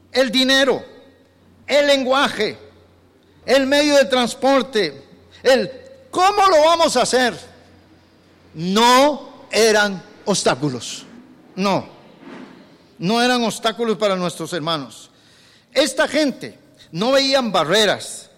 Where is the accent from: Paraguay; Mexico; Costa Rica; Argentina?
Costa Rica; Y nosotros, como costarricenses, a veces no conocemos nada de ejército, ni de comandantes, ni de órdenes.